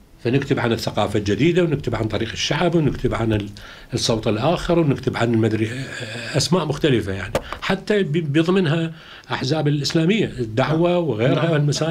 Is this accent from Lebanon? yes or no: no; Iraq; moved away as an adult; إحنا مرينا بها كعراقيين